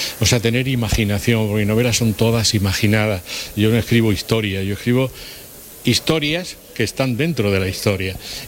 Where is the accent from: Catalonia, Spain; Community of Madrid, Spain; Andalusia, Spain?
Andalusia, Spain; Úbeda; los que somos de Úbeda no sé lo que nos pasa. Tenemos una raíz muy fuerte.